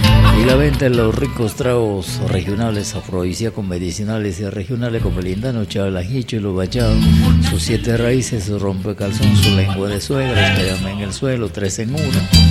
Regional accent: Peru; Nosotros, como buenos peruanos, nos sentimos orgullosos de difundir, porque donde late un corazón peruano está la patria

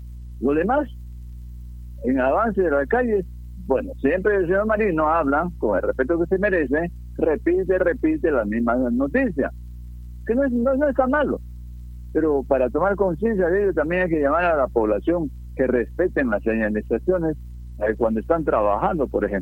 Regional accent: Lamas, San Martín, Peru; y yo también quiero a mi Lamas, porque soy de Lamas.

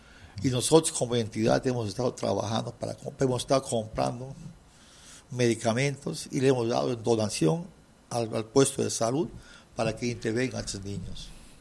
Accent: Tarapoto, San Martín, Peru

